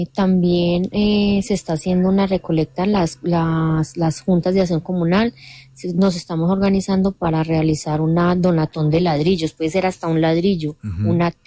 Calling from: Sevilla, Valle del Cauca, Colombia; De Sevilla Valle.

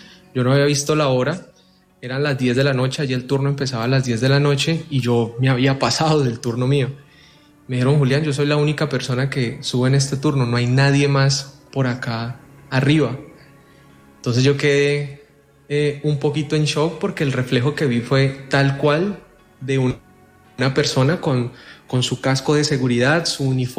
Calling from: Palmira, Valle del Cauca, Colombia; yo soy de Palmira, Valle del Cauca. Trabajé en un ingenio azucarero.

